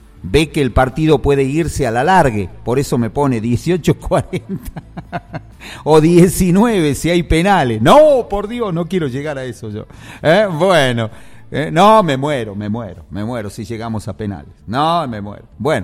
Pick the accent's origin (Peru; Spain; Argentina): Argentina; Somos argentinos.